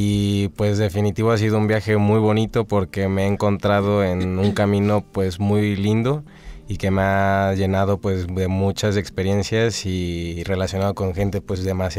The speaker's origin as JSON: {"language": "Spanish", "town": "Xalapa", "region": "Veracruz", "country": "Mexico", "said": "Pues yo soy de acá, de Xalapa."}